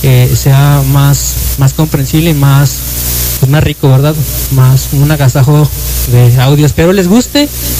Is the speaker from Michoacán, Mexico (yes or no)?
no; La Junta, Chihuahua, Mexico; Soy originario de la Junta, Chihuahua. Venimos ahorita especialmente del Valle de las Flores, Bazúchil.